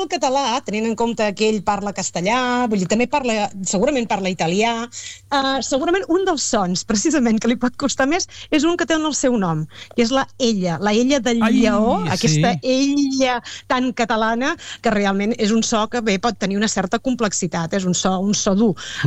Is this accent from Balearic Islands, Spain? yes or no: no; Riudoms, Catalonia, Spain; jo sí que sóc de Riudoms, ho dic així clarament